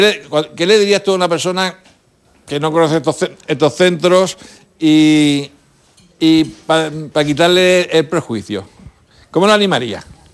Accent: Bullas, Region of Murcia, Spain; born or raised there

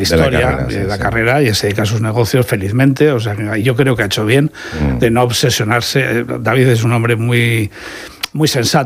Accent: Burgos, Castile and León, Spain; also born or lived in Madrid; now in Murcia, Spain; He vivido más en Murcia que en mi tierra.

